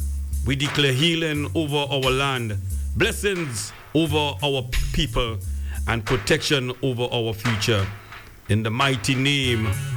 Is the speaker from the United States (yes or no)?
no; Grenada; our beloved country, Grenada